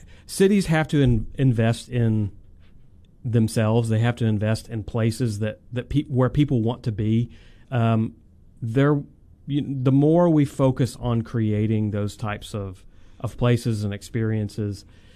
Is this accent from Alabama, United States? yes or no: yes; Gulf Shores, Alabama, United States; now in Memphis, United States; I grew up in Gulf Shores, Alabama.